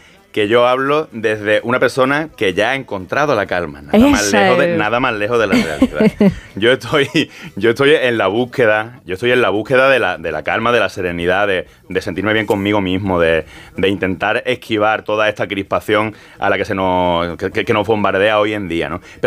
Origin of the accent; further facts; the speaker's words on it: Málaga, Andalusia, Spain; soy de Málaga, ¿no?